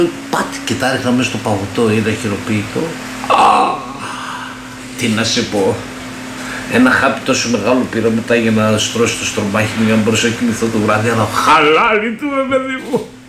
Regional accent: Perni, Eastern Macedonia and Thrace, Greece; Αυτό το λέμε στο χωριό μου στην Πέρνη.

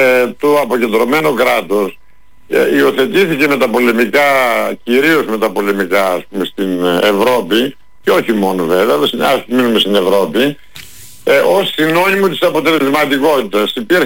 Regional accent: Macedonia, Greece; Τη Χαλκιδική την ξέρω λίγο καλύτερα από εκείνο, ως Μακεδόνας.

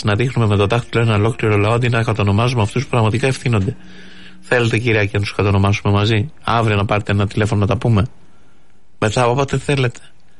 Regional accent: Greece; Και εγώ δεν λέω οι Έλληνες φταίνε, λέω οι Έλληνες φταίμε.

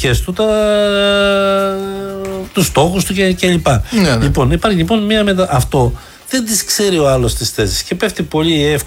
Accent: West Greece, Greece; Το χωριό μου σκίζει πάντως στη Δυτική Ελλάδα.

